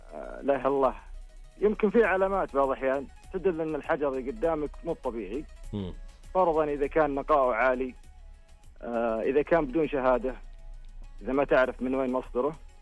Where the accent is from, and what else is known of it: Saudi Arabia